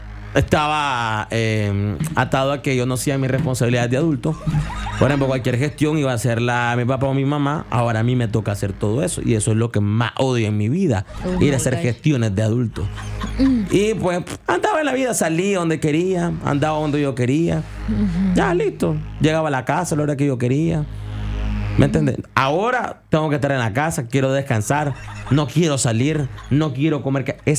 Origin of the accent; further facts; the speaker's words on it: Juigalpa, Chontales, Nicaragua; now in Managua, Nicaragua; soy de ahí